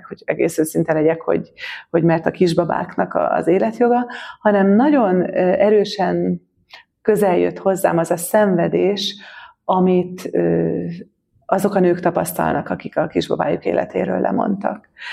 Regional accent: Zakarpattia Oblast, Ukraine

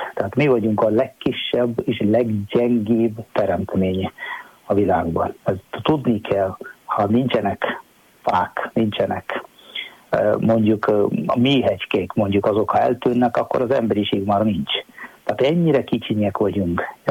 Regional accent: South India, India; Hungarian is a second language; moved away as an adult; now in Hungary; egyébként Dél-Indiából származom, már 23 éve vagyok itt, 24. évben vagyok.

